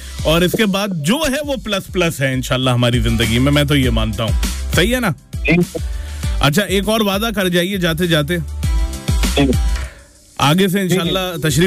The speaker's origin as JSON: {"language": "Hindi", "town": "Aligarh", "region": "Uttar Pradesh", "country": "India", "said": "वैसे तो अलीगढ़ से हूँ और अलीगढ़ से खूनी रिश्ता है ऐसा कह सकते हैं आप"}